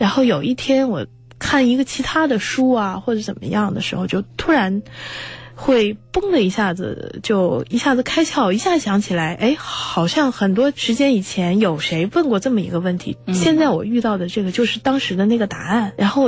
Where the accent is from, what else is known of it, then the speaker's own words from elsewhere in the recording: China; 我们中国人